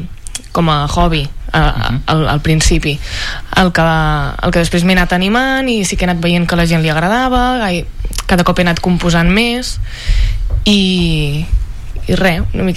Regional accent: Ripoll, Catalonia, Spain; born there; also born or lived in Santa Maria d'Oló; now in Barcelona, Spain; és una noia de 24 anys. Jo vaig néixer a Santa Maria d'Oló, però de seguida ens vam traslladar amb la meva família a Ripoll i ara ja fa, crec que 5 anys que estic a Barcelona.

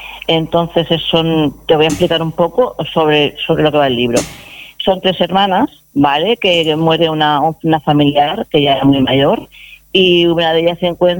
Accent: Cieza, Region of Murcia, Spain; Yo soy muy ciezana, me encanta Cieza.

